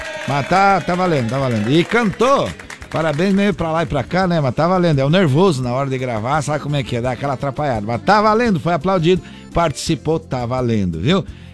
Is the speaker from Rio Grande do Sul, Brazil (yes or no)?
yes; Passo Fundo, Rio Grande do Sul, Brazil; born there; No Alto da Serra. No Alto da Serra. É. Onde eu nasci.